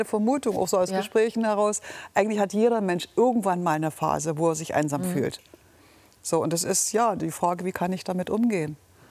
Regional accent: East Germany, Germany; das konnte ich aber als Ossi nicht.

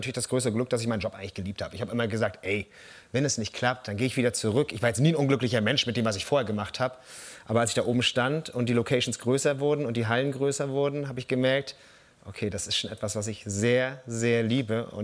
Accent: Mecklenburg-Vorpommern, Germany; Ich glaube tatsächlich, als Mecklenburger ist das verpflichtend, dass man Camper ist.

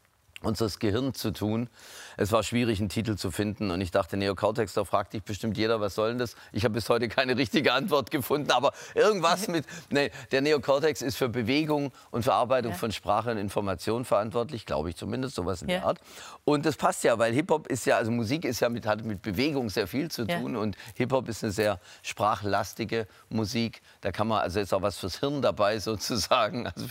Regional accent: Swabia, Germany; Ich bin Schwabe.

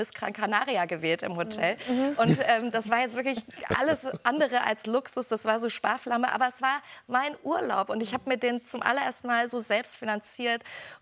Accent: Erfurt, Thuringia, Germany; Ich bin in einem Plattenbau groß geworden in Erfurt mit meiner alleinerziehenden Mama und mit meiner Schwester.

